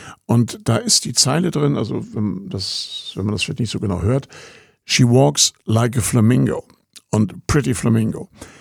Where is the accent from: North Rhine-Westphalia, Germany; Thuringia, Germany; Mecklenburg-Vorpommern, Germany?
Mecklenburg-Vorpommern, Germany; Rostock; Der lag im Kinderwagen und als Rostocker in Berlin, ich kannte zwar Berlin, auch den anderen Teil noch kurz, flüchtig, bevor die Mauer gebaut wurde, und war oft in Ost-Berlin bei Tanten